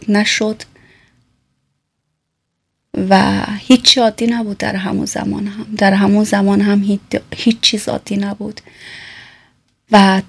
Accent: Iran; born there; من حالا به نوعی چون در ایران متولد شدم، ادبیات بسیار غنی فارسی ایران دارم

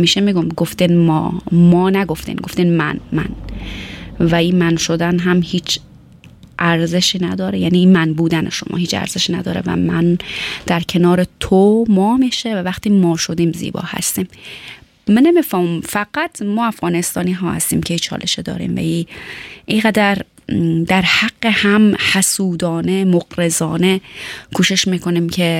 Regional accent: Afghanistan; من و شما هم از افغانستان آمدیم، بهتره که آبروداری کنیم

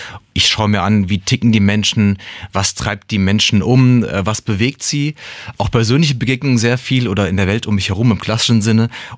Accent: Frankfurt am Main, Hesse, Germany; moved away as an adult; now in Mainz, Germany; Ich bin ein Frankfurter Bub im Herzen, bin dort geboren, lange Zeit in dem Bereich aufgewachsen und ja, Jahre später hat es mich dann irgendwie nach Wiesbaden, sage ich schon, das ist das andere, die andere Hauptstadt, nach Mainz gezogen.

